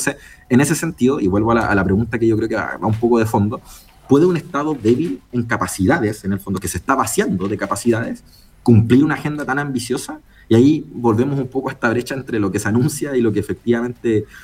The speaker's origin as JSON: {"language": "Spanish", "country": "Chile"}